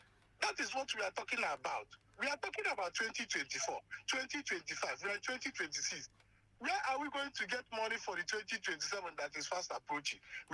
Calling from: Nigeria; I'm calling from Obelago, Manaime, Zag local government.

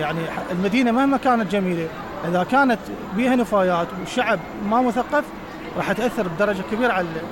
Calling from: Basra Governorate, Iraq

